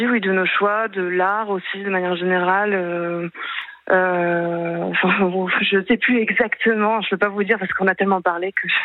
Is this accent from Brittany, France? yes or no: no; Hauts-de-France, France; moved away; Moi, je viens du Nord-Pas-de-Calais.